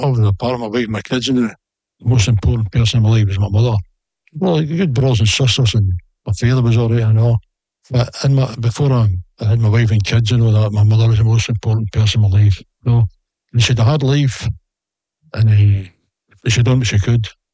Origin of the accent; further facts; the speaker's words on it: Scotland, United Kingdom; And although I'm not into politics or anything like that, I'm Scottish. Although my dad was Irish, you know, he came from Sligo.